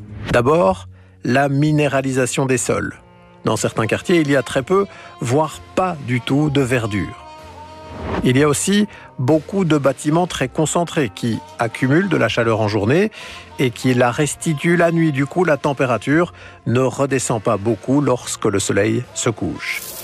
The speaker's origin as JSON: {"language": "French", "country": "Belgium", "said": "même chez nous, en Belgique"}